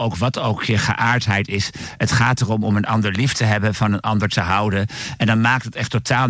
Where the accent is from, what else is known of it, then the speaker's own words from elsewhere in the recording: Deventer, Overijssel, Netherlands; En ik kom zelf uit Deventer.